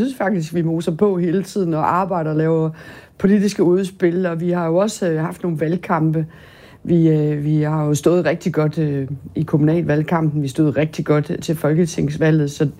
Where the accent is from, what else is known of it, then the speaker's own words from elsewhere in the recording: Jutland, Denmark; Jeg er jyde, men ikke så meget jyde, er nødt til at sige.